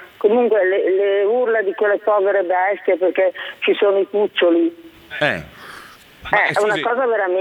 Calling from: Liguria, Italy; qui a San Fruttuoso, da Piazza Martinez.

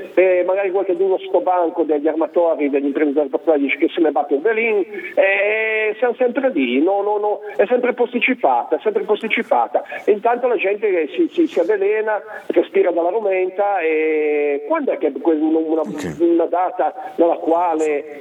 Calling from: Liguria, Italy; Sono di Nove Miglia

